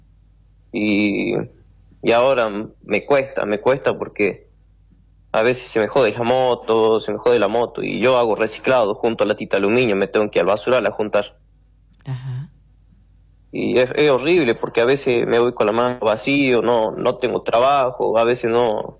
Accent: Buenos Aires, Argentina; moved away; yo hace 13 años que me vine de Buenos Aires con mi familia, mi viejo, mis hermanos.

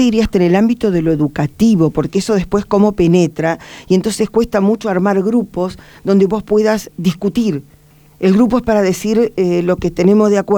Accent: Argentina; Soy argentino de la cuna hasta el cajón, por Malvinas, por el Diego

